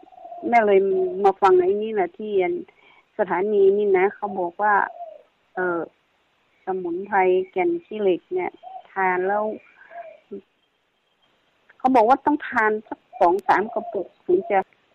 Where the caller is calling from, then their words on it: Mae Taeng district, Chiang Mai, Thailand; accent: Kham Mueang (Northern Thai); อำเภอแม่แตงจังหวัดเชียงใหม่